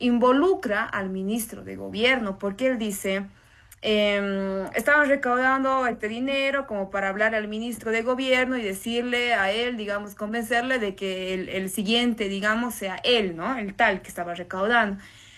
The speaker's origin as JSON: {"language": "Spanish", "country": "Bolivia", "said": "Como bolivianos, pedir la aprehensión de un exmandatario."}